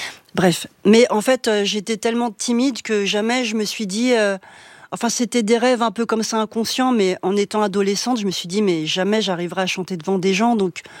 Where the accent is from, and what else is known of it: Villemomble, Île-de-France, France; born or raised there